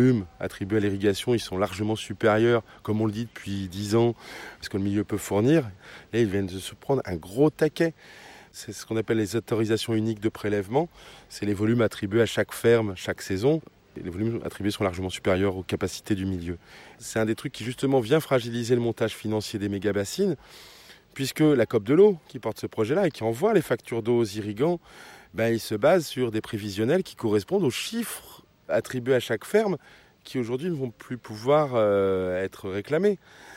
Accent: Beauvais, Hauts-de-France, France; born there; Je suis né à Beauvais

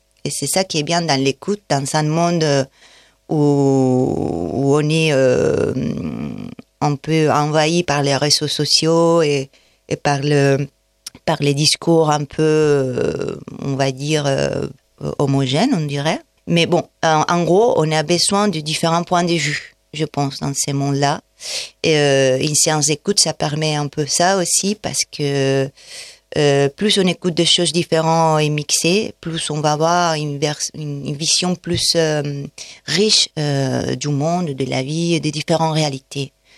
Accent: Valencia, Valencian Community, Spain; moved away as an adult; now in Annonay, France; Donc, en Espagne, je viens de Valencia

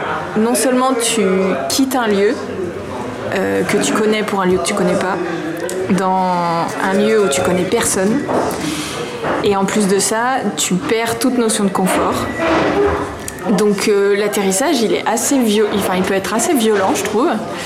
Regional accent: Paris, Île-de-France, France; Et donc, on vient de Paris.

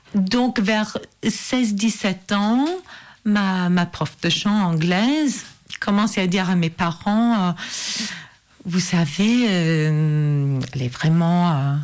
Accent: Regina, Saskatchewan, Canada; moved away; Je suis canadienne. Je suis canadienne et je viens des prairies du Canada. Donc, il fait chaud l'été, il fait très froid l'hiver, c'est tout plat. Il y a beaucoup d'agriculture en Saskatchewan.

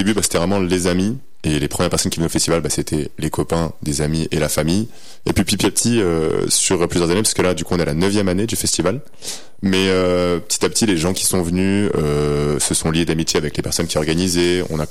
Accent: La Mure, Auvergne-Rhône-Alpes, France; En gros, moi j'ai commencé par le breakdance plus petit. Et comme à Lamure, c'était pas

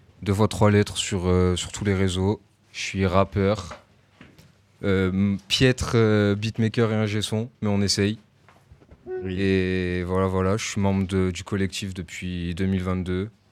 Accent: Valence, Auvergne-Rhône-Alpes, France; on est 10 et on est tous originaires de Valence.

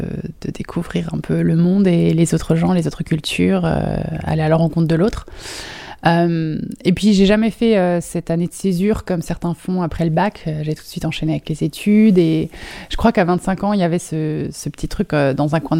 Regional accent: Grand Est, France; Oui, donc j'ai grandi en Alsace. … Et j'ai passé quelques études à Strasbourg.

